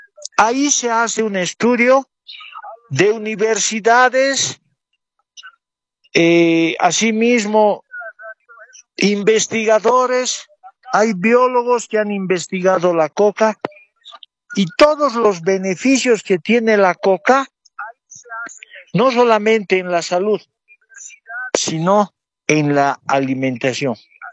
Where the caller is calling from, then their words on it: El Alto, La Paz, Bolivia; aquí desde el municipio del Alto, departamento de La Paz.